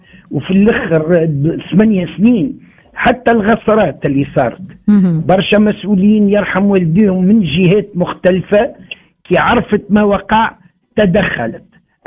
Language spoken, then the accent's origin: Arabic; Tunisia